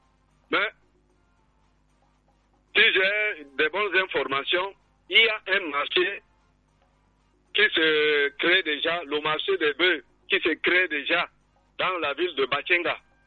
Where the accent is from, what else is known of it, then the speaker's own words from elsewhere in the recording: Bokito, Centre, Cameroon; Moi qui vous parlais là, je suis Yambassa de Bokito.